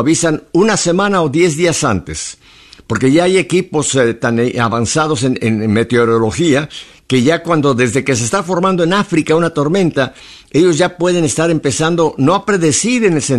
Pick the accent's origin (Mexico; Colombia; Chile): Mexico; now in United States; yo soy americano, tengo una nacionalidad americana, aunque soy mexicano, y eso nunca se me va a quitar